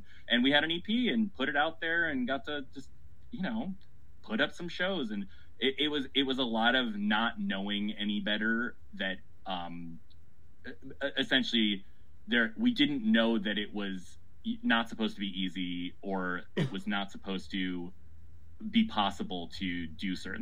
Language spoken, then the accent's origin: English; Minnesota, United States; also born or lived in Ohio / Chicago; now in Portland, United States; I grew up in the Midwest, like any modern Portlander. And I grew up in Minnesota. Spent most of my like 20s I went to school in Ohio and then lived in Chicago for most of my 20s. So that's definitely where my roots are